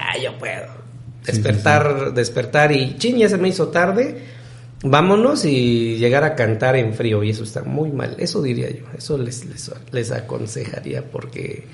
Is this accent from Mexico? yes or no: yes; Totontepec, Oaxaca, Mexico; Soy de Totontepec, soy de la sierra.